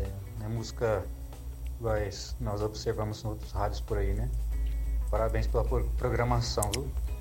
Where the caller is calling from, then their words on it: Cravinhos, São Paulo, Brazil; Eu sou daqui de Cravinhos.